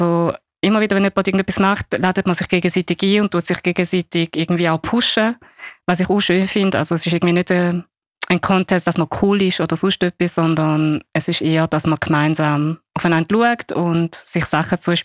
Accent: St. Gallen, Switzerland; now in Basel, Switzerland; Also man muss ja noch sagen, Zina ist aus der Bodensee-Region, aber ich bin aus dem St. Galler Rheintal. Ich bin also am Rhein treu geblieben.

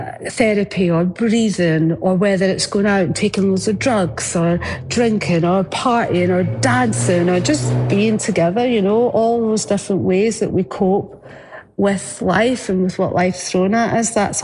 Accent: Scotland, United Kingdom; I am an artist from Scotland

